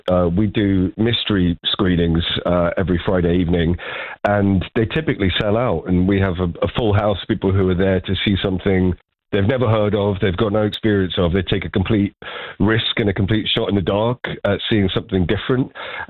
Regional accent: Enfield, London, United Kingdom; I grew up in Enfield, actually, on the outskirts, I guess

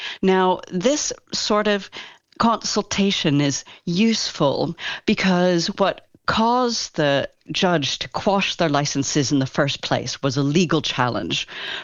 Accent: Kelowna, British Columbia, Canada; And I mean, I'm from Kelowna. I just spoke to my mom in Canada

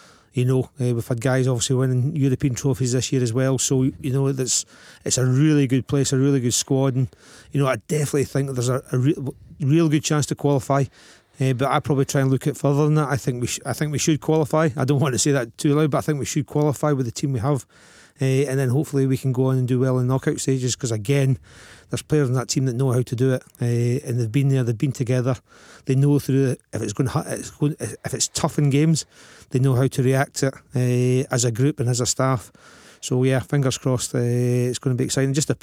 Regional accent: Scotland, United Kingdom; We're doing what we love doing as Scottish people.

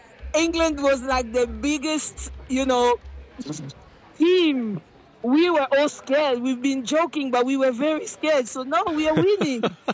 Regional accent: DR Congo; now in United Kingdom; I'm here right now. I'm in Kinshasa. I'm from Congo, like I said, but I'm in Kinshasa right now.

